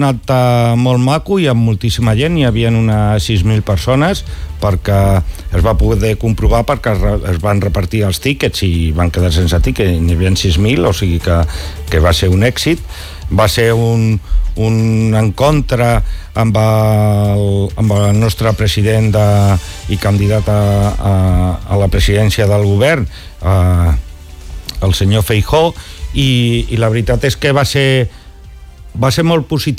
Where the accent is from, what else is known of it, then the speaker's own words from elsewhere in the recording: Catalonia, Spain; per mi que sóc català